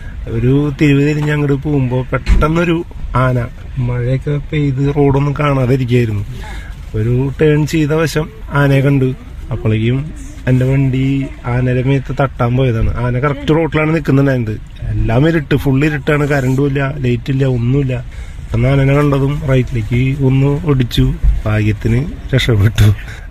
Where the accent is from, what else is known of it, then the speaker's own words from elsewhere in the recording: Thrissur, Kerala, India; തൃശ്ശൂരാണ് സ്ഥലം.